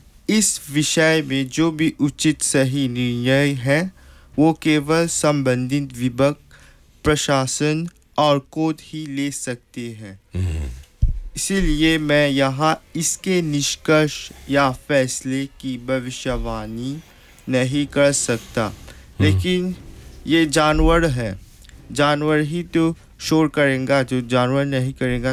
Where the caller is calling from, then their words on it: Nouvelle France, Mauritius; और मैं novel France से हूँ।